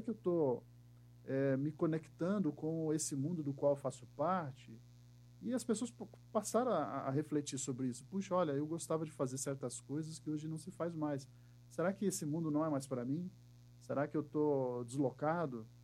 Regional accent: Santa Catarina, Brazil; now in Paraná, Brazil; Em Santa Catarina, onde eu me criei quando criança, era Globo Rio.

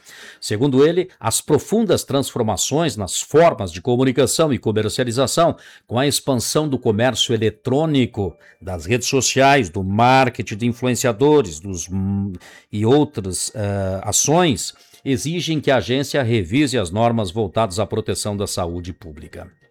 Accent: Rio Grande do Sul, Brazil; Nós que somos gaúchos, comemos carne com vontade.

